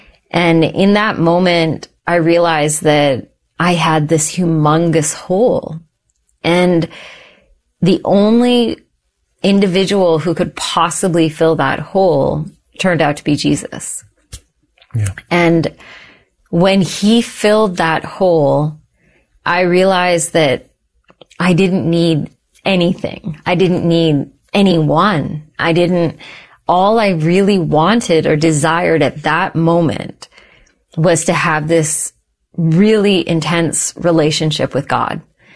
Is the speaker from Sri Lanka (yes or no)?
yes; Sri Lanka; also born or lived in Calgary, Canada / Texas, United States; was born in Calgary, and then my family shifted to the States. So I grew up in Texas for a while, and then my parents sadly got divorced. And so my mom moved my brother and I to Sri Lanka and lived in Sri Lanka for many years.